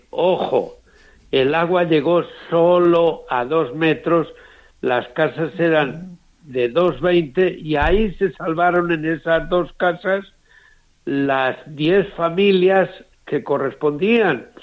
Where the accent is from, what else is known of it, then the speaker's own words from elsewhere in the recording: Castile and León, Spain; moved away; also born or lived in Peru; de mi pueblo natal, de Villeza de las Matas.